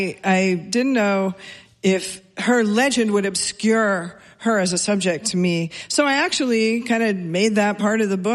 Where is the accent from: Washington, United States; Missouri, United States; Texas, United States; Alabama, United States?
Washington, United States; Seattle; First of all, given just my age when I grew up in Seattle, you know, I was a new wave girl